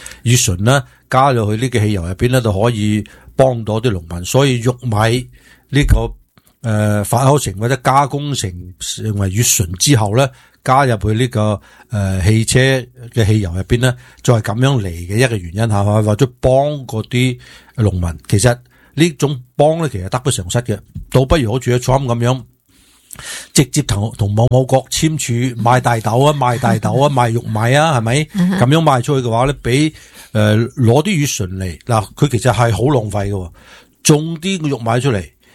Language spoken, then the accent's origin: Cantonese; California, United States; 咁所以呢样嘢呢亦都令到咗呢其实係老点我哋加州人㗎，讲得清楚啲咗。